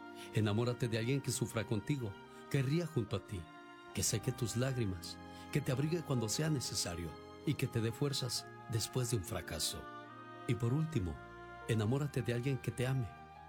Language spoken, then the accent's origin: Spanish; Veracruz, Mexico; moved away; Salí de Veracruz. Pero Veracruz nunca salió de mí. La nostalgia de mi tierra está con...